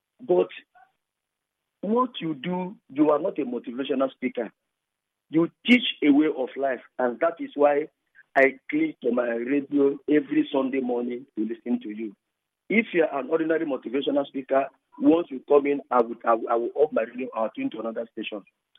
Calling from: Eleme, Rivers, Nigeria; I'm calling from Eleme.

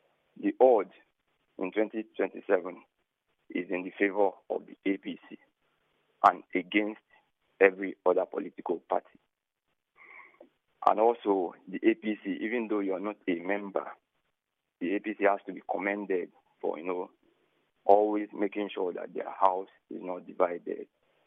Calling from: Rivers, Nigeria; I'm from River State.

